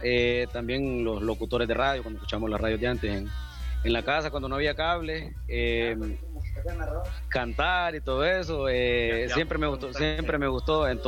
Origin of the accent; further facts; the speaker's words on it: Honduras; moved away as an adult; also born or lived in Choloma; Nací en Manrales, Manrales arriba, en barrio Manrales arriba